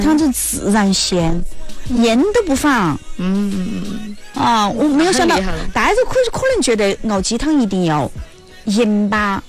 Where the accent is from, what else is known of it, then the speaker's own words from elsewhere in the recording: Jiangxi, China; 这原来我们江西人吃火锅最开始火锅店。是没得蚝油的，很多调料都没得的。